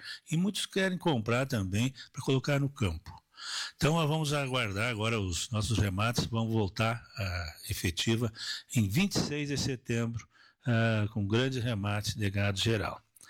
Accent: Brazil

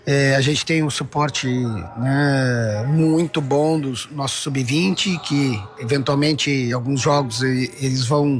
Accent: Rio Grande do Sul, Brazil; Nós aqui que somos gaúchos

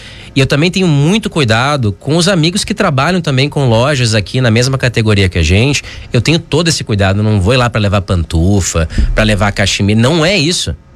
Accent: Porto Alegre, Rio Grande do Sul, Brazil; moved away as an adult; now in Farroupilha, Brazil; eu não sou natural de Farroupilha. Eu já falei sobre isso, não é novidade, eu sou gaúcho, eu sou de Porto Alegre, mas eu tô morando aqui em Farroupilha faz um ano.

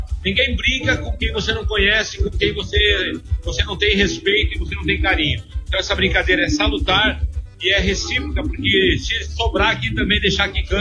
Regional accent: Céu Azul, Paraná, Brazil; born there; moved away; also born or lived in Palmas, Paraná; Eu nasci em Céu Azul, mas morei 31 anos em Palmas, do sul do estado, onde constituí a minha família. E de lá vim pra cá, aqui em Balneário Camboriú. Graças a Deus a gente tá se adaptando ainda, porque 31 anos no local. De repente de muda de cidade.

